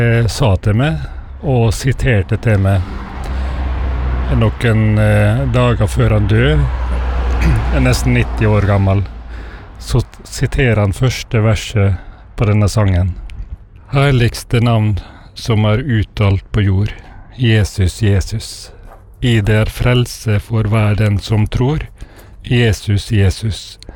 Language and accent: Norwegian; Vestnes, Møre og Romsdal, Norway; fra Vestnes.